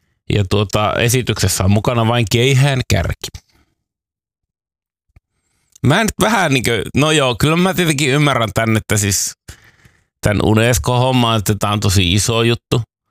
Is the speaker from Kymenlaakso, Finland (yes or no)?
no; Raahe, North Ostrobothnia, Finland; Raahesta, josta mä oon kotoisin, niin se oli vähemmän.